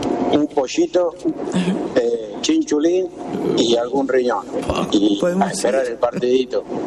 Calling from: Carlos Casares, Buenos Aires Province, Argentina; de Carlos Casares.

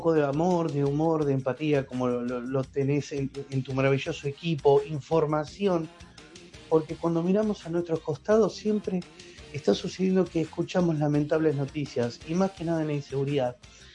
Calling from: Argentina; ¿Qué nos pasa como argentinos?

